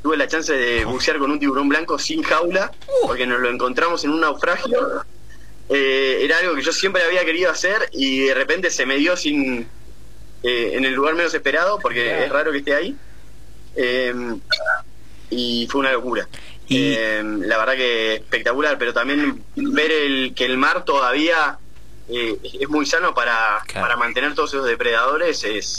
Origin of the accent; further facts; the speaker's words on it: Argentina; somos argentinos y civiles